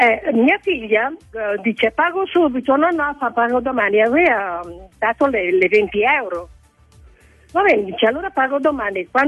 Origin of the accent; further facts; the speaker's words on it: Mantua, Lombardy, Italy; Sono di Mantova, della zona di Valdaro.